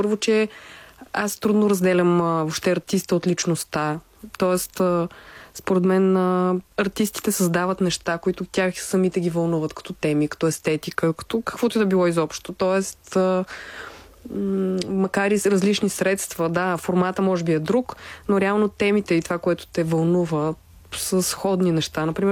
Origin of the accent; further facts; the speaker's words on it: Shumen, Shumen Province, Bulgaria; moved away as an adult; now in Sofia, Bulgaria; Живяла съм в Шумен. Там съм родена и там съм си пораснала до момента, в който не дойдох в София, за да уча в НАТФИС.